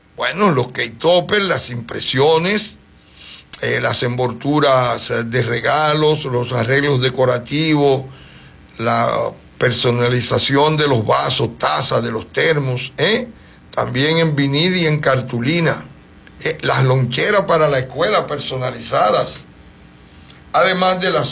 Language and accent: Spanish; San Pedro de Macorís, Dominican Republic; yo soy un ciudadano de San Pedro de Macorís.